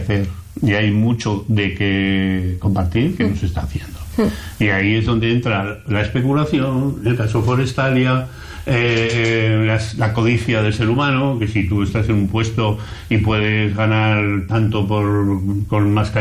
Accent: Aragon, Spain; now in Valencian Community, Spain; yo soy un aragonés aterrizado en el País Valencia

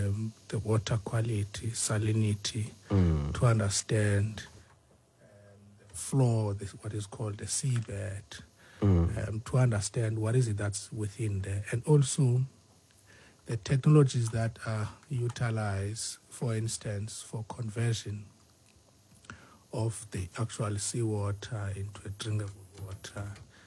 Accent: Eastern Cape, South Africa; moved away; I'm from Mengobo, based in Cape.

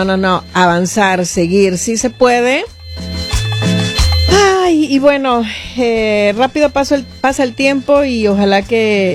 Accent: Mexico; born there; Nací en México y si volviera a nacer, preferiría, no importa que sufra lo mismo, pero quiero volver a ser mexicana.

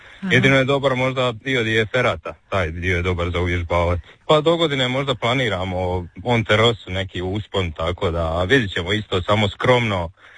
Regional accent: Šibenik-Knin County, Croatia; Dinari se uvijek ja vraćam, to je moj rodni kraj, tamo je sve i počelo

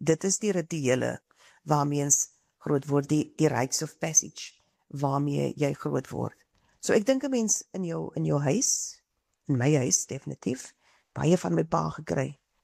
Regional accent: Bonnievale, Western Cape, South Africa; born there; moved away as an adult; Ek het nie net na my klein gemeenskap van Bonnieville gekyk en wat ons daar gedoen het nie. Ek het ook gekyk na die nuwe omgewing waar ek beginne bly het.

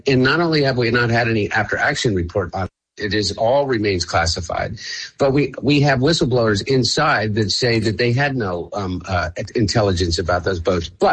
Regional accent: United States; Look, I'm an American.

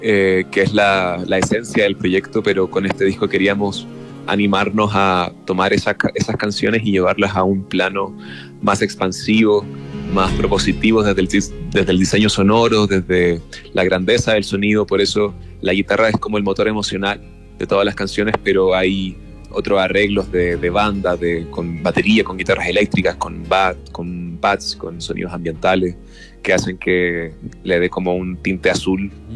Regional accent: Santiago, Santiago Metropolitan Region, Chile; now in Mexico; Yo soy de Santiago, soy de la comuna de Peñalolén. Mira, aguante Peñalolén.

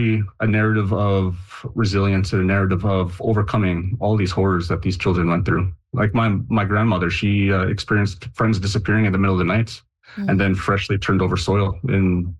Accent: Long Plains First Nation, Manitoba, Canada; And I'm just from Long Plains First Nation.

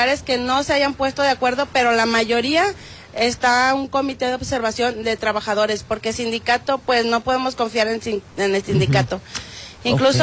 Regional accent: Torreón, Coahuila, Mexico; tan así que pues yo soy de Torreón, Coahuila, y decidí quedarme todav

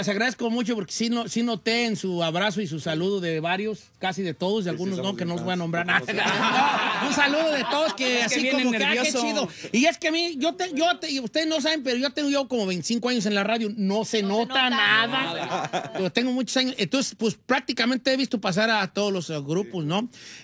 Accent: Guanajuato, Mexico; Yo también soy de Guanajuato.

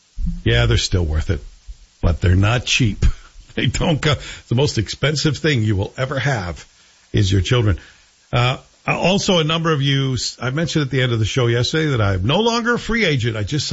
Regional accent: Coatbridge, Scotland, United Kingdom; moved away; I grew up in Town Head, Cope Ridge.

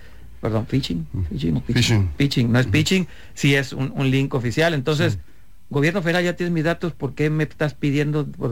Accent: Mexico; porque como buenos mexicanos lo vamos a dejar todo para el último momento

